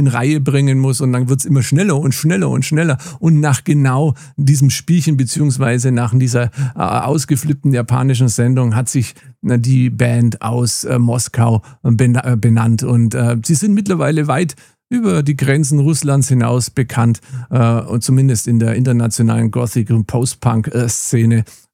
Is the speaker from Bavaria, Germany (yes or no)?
yes; Nuremberg, Bavaria, Germany; Und am 13.11. ist er in meiner Heimat, und zwar im Hirsch in Nürnberg.